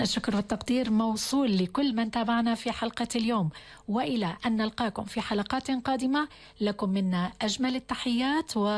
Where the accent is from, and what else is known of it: Syria